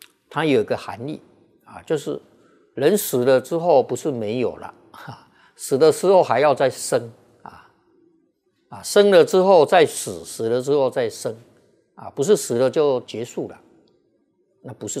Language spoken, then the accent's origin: Chinese; Taiwan; born there; 像我们生在台湾啊，像我这个年纪的生在台湾啊，那闻佛法的机会呢，那这个就没有障碍啊